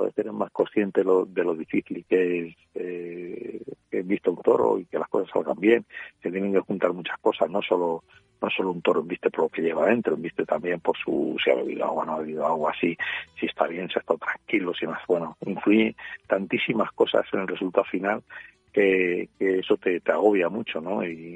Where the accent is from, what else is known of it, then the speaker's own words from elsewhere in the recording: Salamanca, Castile and León, Spain; also born or lived in Fuenlabrada; yo nací en Fuenlabrada, pero y me crié en Fuenlabrada, pero pasé aquí en Salamanca desde los 3 años. He estado aquí, ¿no? En el campo, ¿no?